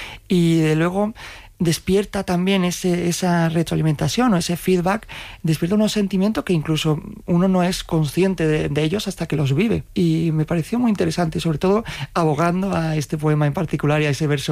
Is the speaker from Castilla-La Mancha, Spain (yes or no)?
no; Lucena, Andalusia, Spain; Yo vengo de un pueblo de Córdoba, se llama Lucena, y la verdad que me siento muy orgulloso de todas las personas de allí, y mi raíz andaluza es una forma de entender